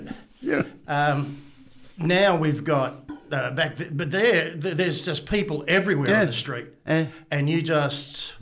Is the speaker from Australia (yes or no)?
yes; Australia; when he found out I was from Australia